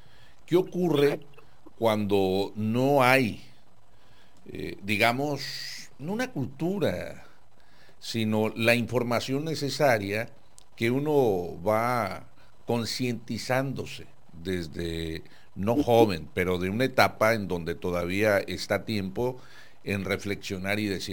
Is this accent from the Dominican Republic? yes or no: no; Mexico; en mi país, aquí en México, o al menos en Baja California.